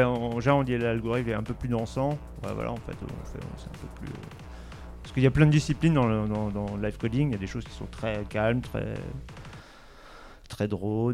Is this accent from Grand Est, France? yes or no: yes; Strasbourg, Grand Est, France; on vient de Strasbourg.